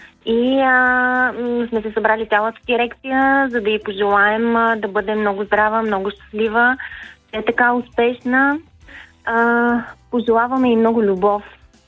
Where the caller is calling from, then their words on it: Sofia, Sofia City, Bulgaria; от София и се обаждам, за да поздравя нашата колежка Светлана